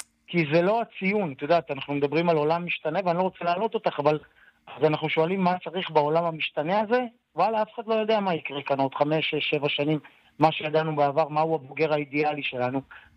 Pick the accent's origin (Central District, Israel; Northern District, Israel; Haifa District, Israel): Haifa District, Israel; Nesher; אני יליד נשר, הילדים שלי הם דור חמישי לתושבי נשר